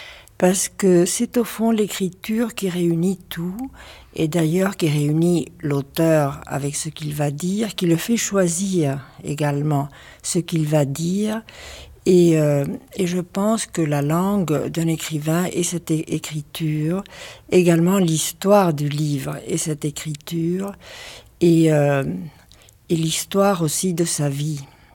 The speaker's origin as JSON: {"language": "French", "country": "Argentina", "moved": "yes", "lives_now": "France", "said": "lorsque je suis arrivée d'Argentine, je considère que j'appartiens au Rio de la Plata, qui est ce fleuve qui sépare l'Uruguay de l'Argentine. D'un côté, c'est le pays de ma mère, de l'autre côté, c'est le pays de mon père et de beaucoup d'émigrants. Les parents de mon père étaient des émigrants"}